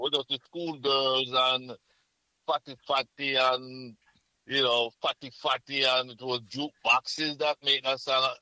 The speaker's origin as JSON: {"language": "English", "country": "Jamaica", "accent": "Caribbean", "moved": "yes", "lives_now": "United States", "said": "as a Jamaican living abroad"}